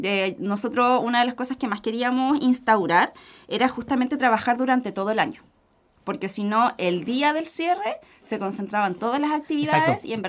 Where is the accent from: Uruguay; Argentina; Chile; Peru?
Chile; Por supuesto que sí, y estamos todos como chilenos muy agradecidos.